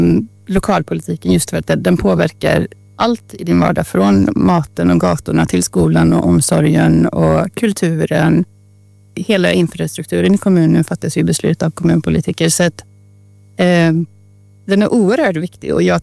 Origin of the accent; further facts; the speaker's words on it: Trollhättan, Västra Götaland County, Sweden; När jag växte upp i Trollhättan så skrev man i TTELA på ett helt annat sätt om lokalpolitiken.